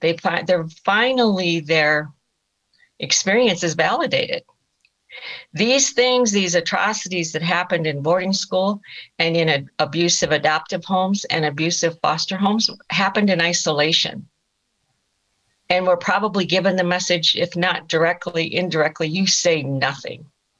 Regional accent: South Dakota, United States

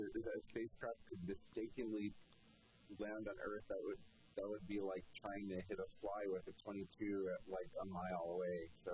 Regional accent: Las Cruces, New Mexico, United States; I grew up in southern New Mexico. I grew up in Las Cruces, Mesilla area, and so familiar with that area.

